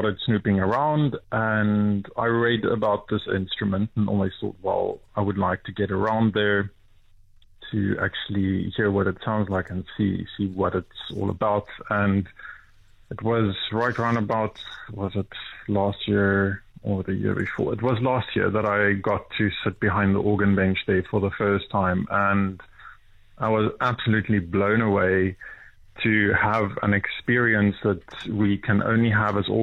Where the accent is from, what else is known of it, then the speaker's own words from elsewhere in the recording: Sabie, Mpumalanga, South Africa; the town where I was born in Sabi